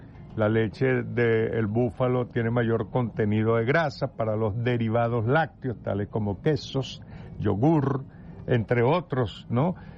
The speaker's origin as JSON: {"language": "Spanish", "region": "Guárico", "country": "Venezuela", "said": "Porque como somos llaneros, en mi casa se consumía mucha carne bovina."}